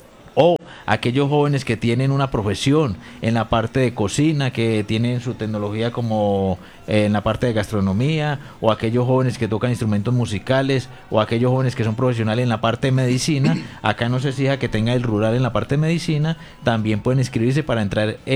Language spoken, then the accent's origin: Spanish; Ciudad Bolívar, Antioquia, Colombia; moved away; Yo, por ejemplo, soy de Ciudad Bolívar, Antioquia. Nunca había salido del pueblo hasta que me vine acá a la Armada Nacional